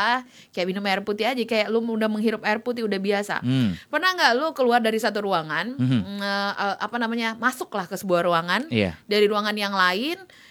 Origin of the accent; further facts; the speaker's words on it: Surakarta, Central Java, Indonesia; Padahal casingnya doang kayak orang Sumatera mah. Aslinya mah kita mau Wong Solo